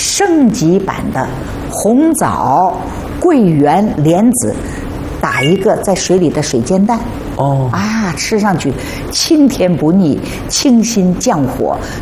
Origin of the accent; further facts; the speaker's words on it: southern China, China; 我们是南方人，我们那有鲜百合